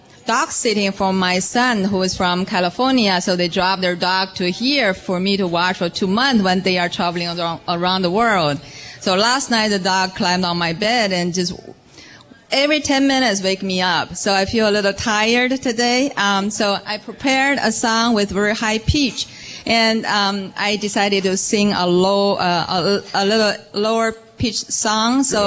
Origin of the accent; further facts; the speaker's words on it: Northeast China, China; moved away as an adult; I am from the northeast China originally. Have been on the island for 23 years.